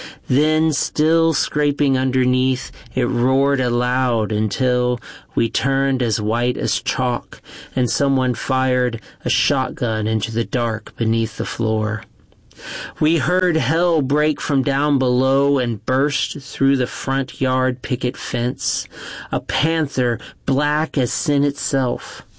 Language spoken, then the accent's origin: English; Chandler, Oklahoma, United States; from Chandler, Oklahoma.